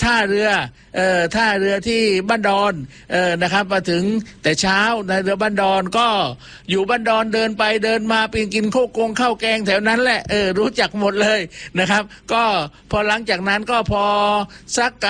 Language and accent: Thai; Ko Samui, Surat Thani, Thailand; ผมเป็นคนบ้านเกิดอยู่เกาะสมุยนะครับผมเป็นนักจัดรายการนะเกิดที่สมุยเนาะไม่ใช่อยู่ที่บ้านดอนนะครับแต่ถึงอย่างไรเราก็อยู่จังหวัดสุราษฎร์ธานีเหมือนกันนะครับ